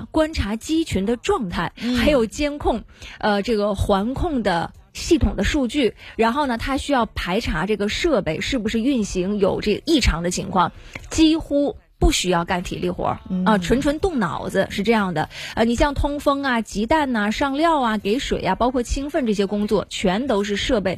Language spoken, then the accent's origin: Chinese; Northeast China, China; 我们东北人讲展示，